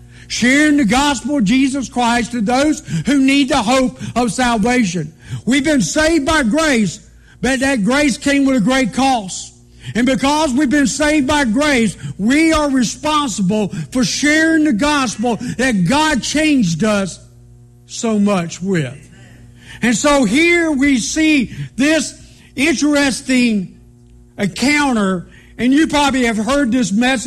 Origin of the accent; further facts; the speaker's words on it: Georgia, United States; because I came from South Georgia, where everything's either a swamp or it's flat, okay?